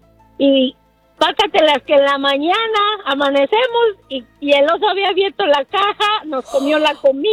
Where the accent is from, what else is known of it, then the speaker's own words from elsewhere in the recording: Aguascalientes, Mexico; Somos paisanos, somos de Aguascalientes también.